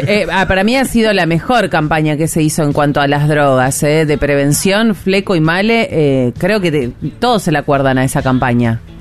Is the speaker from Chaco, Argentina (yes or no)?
no; Córdoba, Argentina; Ah, yo también soy cordobesa.